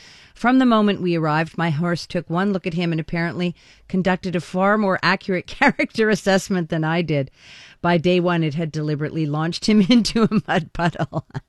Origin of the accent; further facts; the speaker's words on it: Ireland; I'm Irish, but it's Scottish Games.